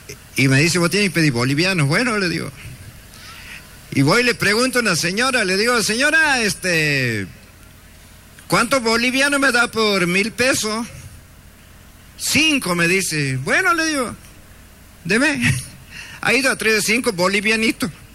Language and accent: Spanish; Santiago del Estero, Argentina; Soy de Argentina y una provincia, Santiago del Estero.